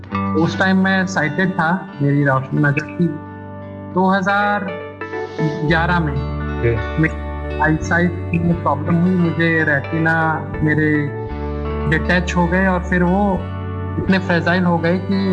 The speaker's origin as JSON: {"language": "Hindi", "town": "Jaipur", "region": "Rajasthan", "country": "India", "said": "मैं जयपुर से हूँ।"}